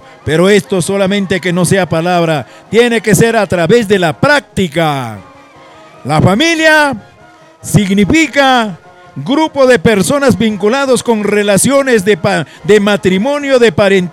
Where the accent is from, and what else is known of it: Ancash, Peru